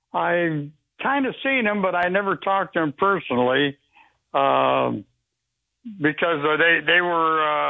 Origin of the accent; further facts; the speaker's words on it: Cleveland, Ohio, United States; also born or lived in Phoenix, Arizona; now in Las Vegas, United States; No, I'm originally from Cleveland, Ohio.